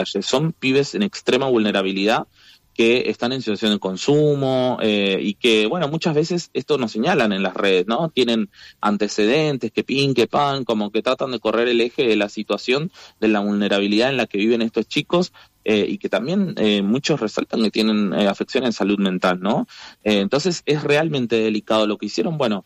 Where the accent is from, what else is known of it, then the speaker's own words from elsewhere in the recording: Buenos Aires, Argentina; los que vivimos en los barrios populares, que somos ciudadanos de la Ciudad de Buenos Aires